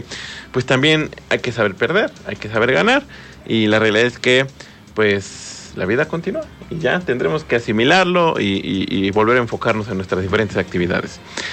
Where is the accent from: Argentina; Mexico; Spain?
Mexico; podemos ayudarnos mutuamente como mexicanos